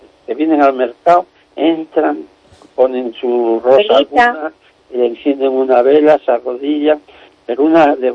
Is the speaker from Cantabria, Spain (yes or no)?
yes; Santillana del Mar, Cantabria, Spain; moved away; Yo lo que te puedo decir, yo soy cántabro, he estado muchos años fuera.